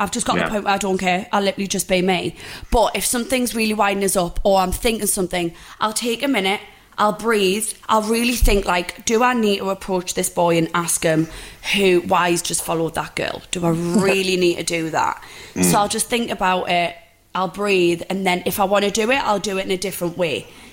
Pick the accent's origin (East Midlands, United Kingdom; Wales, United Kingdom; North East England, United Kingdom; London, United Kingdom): North East England, United Kingdom; Newcastle upon Tyne